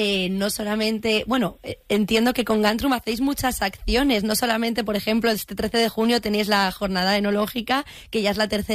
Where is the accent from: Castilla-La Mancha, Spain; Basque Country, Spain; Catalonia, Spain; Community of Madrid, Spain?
Castilla-La Mancha, Spain; Peñalver; Yo siempre aprovecho a decir que soy de Peñalver